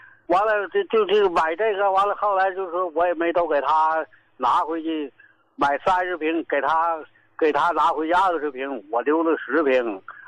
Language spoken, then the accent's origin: Chinese; Qinhuangdao, Hebei, China; 我老伴和我们都是秦皇岛的人士。